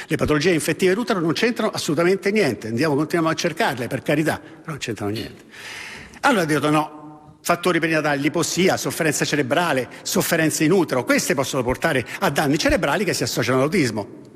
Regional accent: Rome, Lazio, Italy; essendo romano

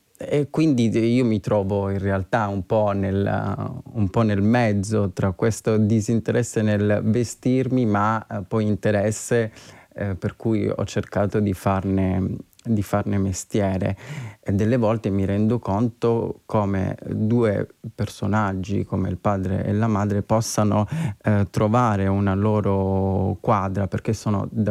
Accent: Southern Italy, Italy; born there; now in Rome, Italy; il mio paese si forma quando ad un certo punto iniziano a lavorare in minatoria le miniere di zolfo lì vicino, quindi comunque stiamo parlando di un paese che è stato abitato da minatori, quindi ha una tradizione di quel tipo, non ha una tradizione borghese

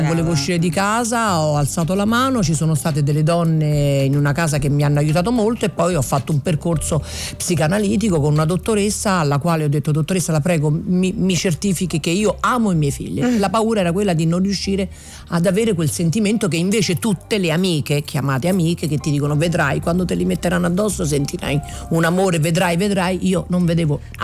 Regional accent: Switzerland; io che sono svizzera, che anche nel mio lavoro arrivo sempre con la memoria

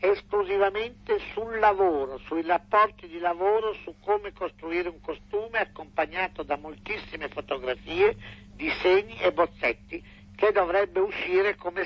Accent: Gualtieri, Emilia-Romagna, Italy; also born or lived in Rome; In fondo Gualtieri, però, da cui sono un po' terrorizzato ritornarci, perché la mia terra è piena di ricordi e di atmosfere che un po' mi spaventano, pur amandola molto.

